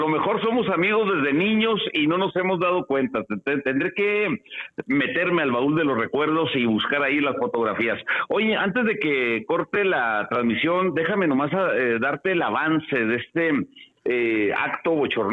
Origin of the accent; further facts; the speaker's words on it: Delicias, Chihuahua, Mexico; now in Ciudad Camargo, Mexico; acá de donde soy originario, de la ciudad de Delicias, en un ejido vivíamos